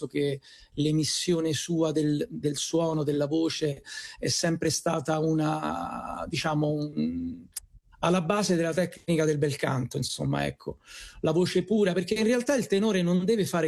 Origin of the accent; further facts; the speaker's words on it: Rome, Lazio, Italy; io sono romano e vivo a Roma